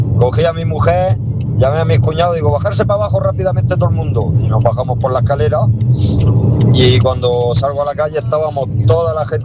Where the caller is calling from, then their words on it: Murcia, Region of Murcia, Spain; Hola. Vengo de Murcia.